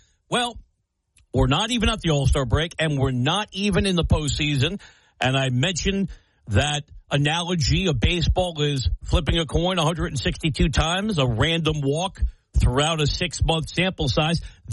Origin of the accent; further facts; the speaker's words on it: New York, United States; now in Southern California, United States; I'm here in Southern California and I grew up in New York where the Yankees always spent hundreds of millions of dollars